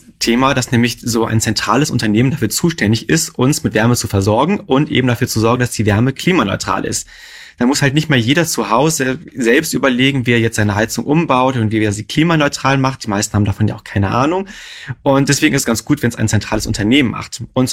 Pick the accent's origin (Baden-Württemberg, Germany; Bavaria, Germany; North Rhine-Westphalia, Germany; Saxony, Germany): North Rhine-Westphalia, Germany; Aber wenn ich zum Beispiel in meine Heimat schaue, ins Rheinland, da ist ein Dorf neben dem anderen mit wenig Abstand